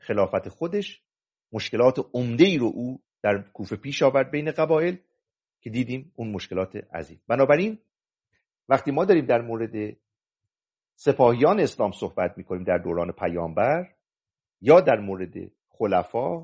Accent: Mazandaran, Iran

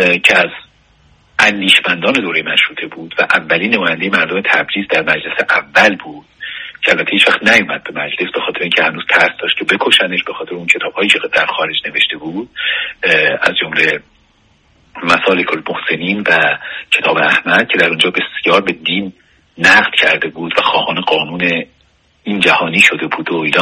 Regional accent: Iran; ما اکثریت مردم ایران بودیم

